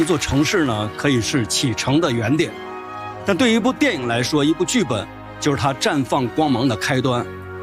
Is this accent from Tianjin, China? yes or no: no; Xi'an, Shaanxi, China; moved away; 我出生在陕西省西安市斗门镇，我算是土生土长的西安娃。